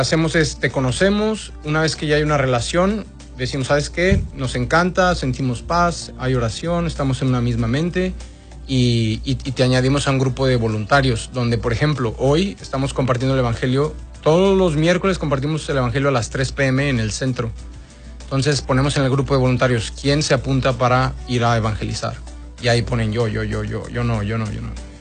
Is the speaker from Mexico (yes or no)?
yes; Mexico; Yo como mexicano